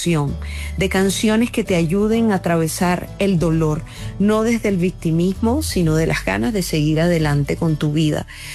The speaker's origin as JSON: {"language": "Spanish", "town": "Barranquilla", "region": "Atlántico", "country": "Colombia", "tie": "born there", "said": "en mi tierra, en Barranquilla"}